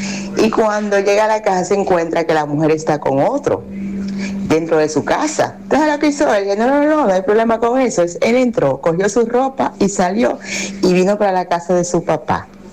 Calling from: Barahona, Dominican Republic; también de Barahona.

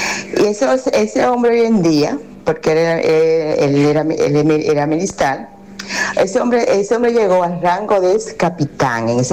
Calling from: Barahona, Dominican Republic; también de Barahona.

